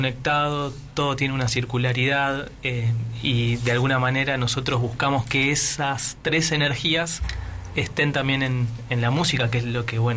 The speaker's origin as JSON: {"language": "Spanish", "region": "Buenos Aires", "country": "Argentina", "said": "somos porteños nosotros"}